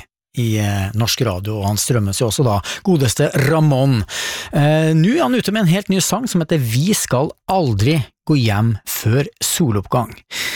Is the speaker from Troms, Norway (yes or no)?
yes; Harstad, Troms, Norway; som harstadværing så synes jeg da en nydelig dialekt hun har